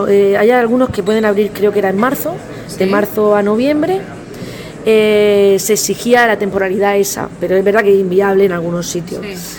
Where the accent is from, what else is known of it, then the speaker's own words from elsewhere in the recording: Cartagena, Region of Murcia, Spain; Señores, se vende ese turismo exagerado, que vamos los cartageneros a esas zonas.